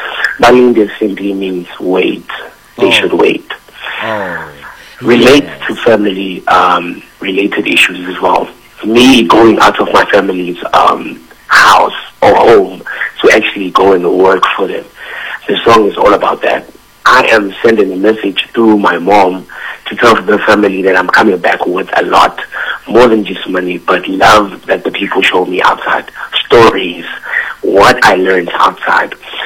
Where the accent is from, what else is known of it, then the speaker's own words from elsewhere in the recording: Daveyton, Gauteng, South Africa; I'm from Davidson, grew up in Davidson.